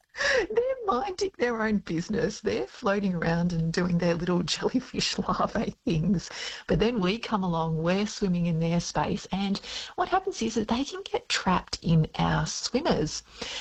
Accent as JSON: {"language": "English", "region": "Victoria", "country": "Australia", "said": "You can tell I'm from Victoria because I say the word bathers instead of swimmers as well."}